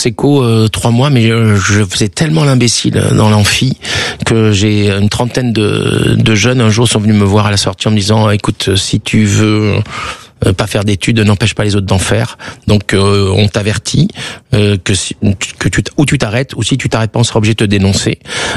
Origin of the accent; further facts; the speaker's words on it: France; accent: French; Heureusement qu'ils disaient que j'étais charming, enfin mon petit côté French avec mon accent, mais c'était vraiment la caricature qu'on met dans les films, quoi.